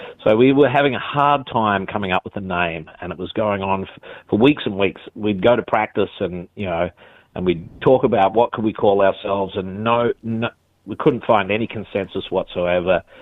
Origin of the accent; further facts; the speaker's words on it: Australia; being an Australian kid growing up